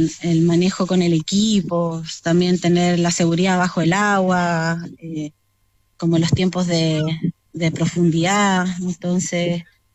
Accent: Santiago, Santiago Metropolitan Region, Chile; moved away as an adult; also born or lived in Valparaíso; now in Pelluhue, Chile; Yo soy de Santiago. Yo soy de Santiago y me fui a los 18 años a Valparaíso a estudiar biología marina.

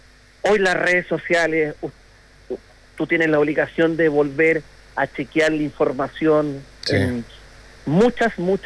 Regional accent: Linares, Maule, Chile; los que somos de Linares

